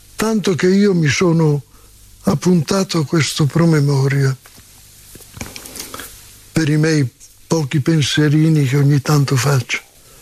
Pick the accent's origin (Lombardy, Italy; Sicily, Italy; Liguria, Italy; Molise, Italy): Lombardy, Italy; Bergamo; born there; Io sono nato a Bergamo